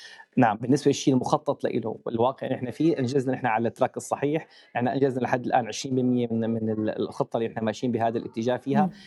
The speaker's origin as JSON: {"language": "Arabic", "country": "Syria", "said": "نحن كدولة سورية رؤيتنا بالنهاية أكيد هو الانتقال بأسرع وقت من دولة تعتمد على المساعدات لدولة تكون عندها هي الاكتفاء"}